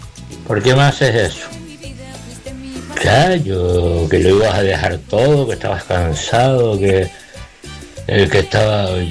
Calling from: El Sauzal, Canary Islands, Spain; de Sausal

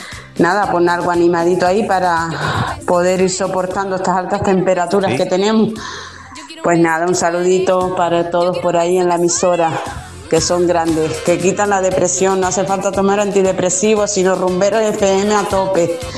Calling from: Canary Islands, Spain; de la Cruz del Castaño

